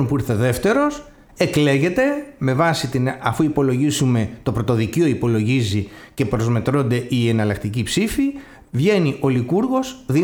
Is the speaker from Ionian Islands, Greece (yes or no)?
yes; Corfu, Ionian Islands, Greece; Εγώ προέρχομαι από τη Δημοτική Ενότητα Παρελίων.